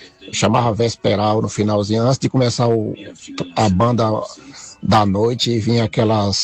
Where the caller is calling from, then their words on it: Piauí, Brazil; Eu sou nordestino do Piauí, rapaz.